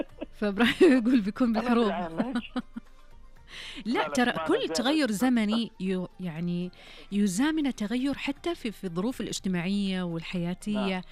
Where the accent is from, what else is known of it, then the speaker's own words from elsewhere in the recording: Saudi Arabia; ترى من أكثر الأمور اللي تخصص لها ميزانية عندنا في السعودية التعليم والصحة